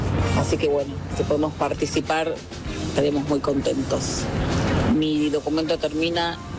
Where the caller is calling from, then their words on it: Argentina; Somos del oeste con mi marido